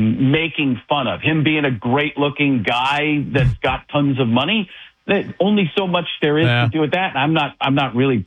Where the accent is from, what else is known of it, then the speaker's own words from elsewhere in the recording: Waukesha, Wisconsin, United States; And I grew up in Waukesha. That's like, you know, just a little bit down the road.